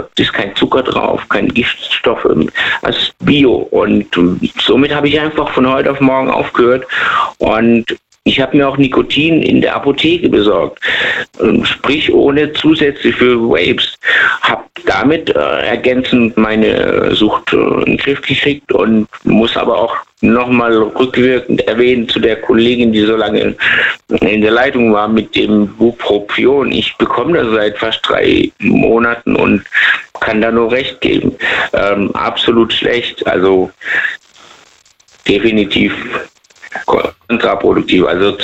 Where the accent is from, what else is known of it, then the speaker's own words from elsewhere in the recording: Lebanon; Ich komme auch aus dem Libanon, also da ist es auch leider.